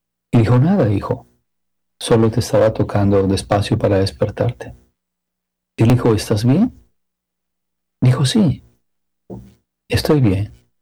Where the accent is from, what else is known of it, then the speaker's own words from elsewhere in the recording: Mexico; now in United States; Entonces me vine de México escapándome de la violencia aquí a Estados Unidos.